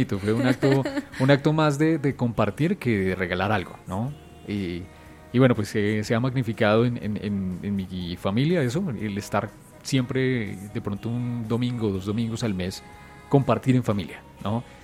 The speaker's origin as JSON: {"language": "Spanish", "country": "Colombia", "said": "nosotros como latinos y nosotros como colombianos"}